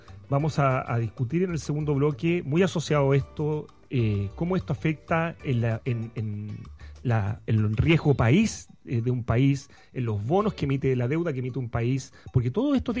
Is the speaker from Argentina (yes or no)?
no; Chile